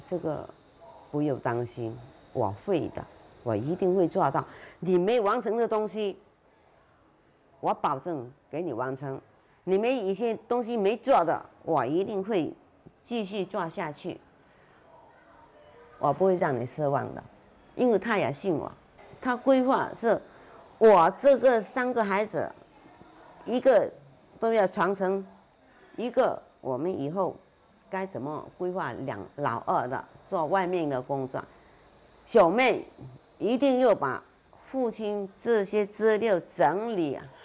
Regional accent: Chaozhou, Guangdong, China; 我们潮州的习惯，就早上起来一定要泡功夫茶来吃

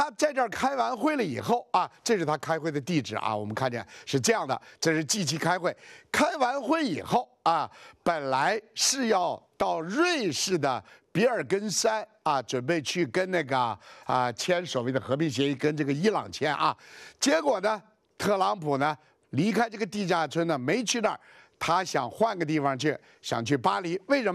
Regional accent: China; 端午节我们中国人是划龙舟、吃粽子

